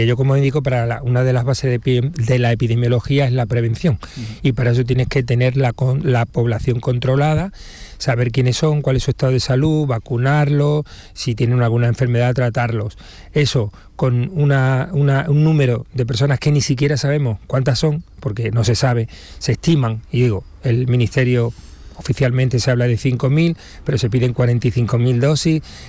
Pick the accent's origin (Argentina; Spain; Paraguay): Spain; que también tenemos derecho como españoles a vivir en unas condiciones como pueda ser la persona de Algeciras que has comentado antes